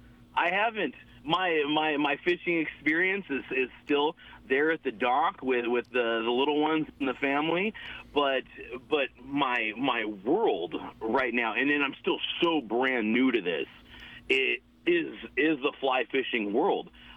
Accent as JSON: {"language": "English", "town": "Las Vegas", "region": "Nevada", "country": "United States", "tie": "born there", "also_born_or_lived": "California", "moved": "as an adult", "lives_now": "East Tennessee, United States", "said": "I say Cali made me and Vegas raised me."}